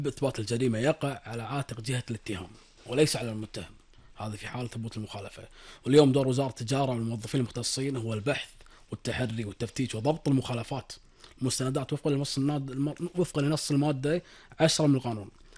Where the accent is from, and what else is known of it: Kuwait